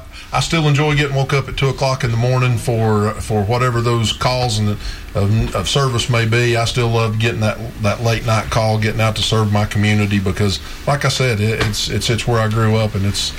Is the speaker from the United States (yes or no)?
yes; United States; I grew up here in Cumberland County